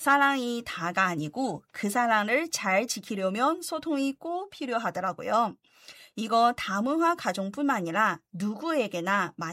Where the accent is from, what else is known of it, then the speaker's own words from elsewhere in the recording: China; now in South Korea; 저희처럼 중국 신부가 한국 신랑의 결혼식이에요.